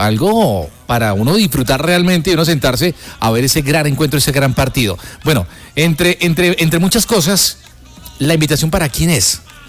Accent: Colombia; Esos escenarios donde nosotros nos podemos reunir y compartir que somos colombianos

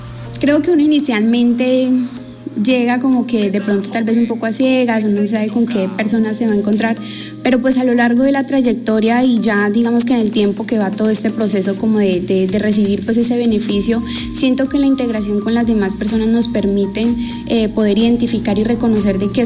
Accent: Líbano, Tolima, Colombia; born there; Soy nacida en el Líbano, Tolima, pero pues digamos que por diferentes circunstancias de la vida tuve que emigrar a diferentes zonas

